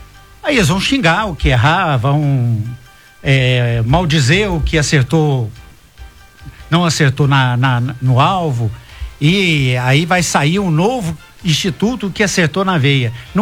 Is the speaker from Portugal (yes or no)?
no; São Miguel do Passa Quatro, Goiás, Brazil; São Miguel do Passa Quatro, tem... Minha terra.